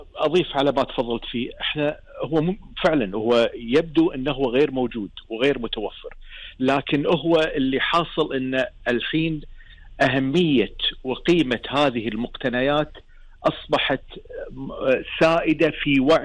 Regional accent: Kuwait; عندنا بالكويت

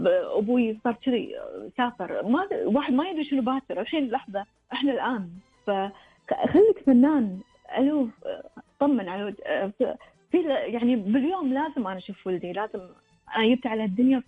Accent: Kuwait; شخصيات مهمة عندنا بالكويت

